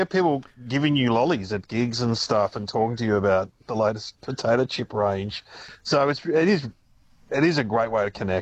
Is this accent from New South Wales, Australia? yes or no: no; Melbourne, Victoria, Australia; Well, I'm from Melbourne, but you meet people in Queensland, NT, WA, Hobart, that listen to your podcast and know all about you.